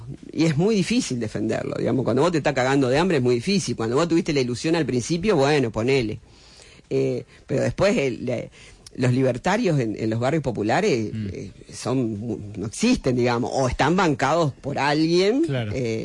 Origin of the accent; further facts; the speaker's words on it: Santa Fe, Argentina; yo soy de Santa Fe, provincia de Buenos Aires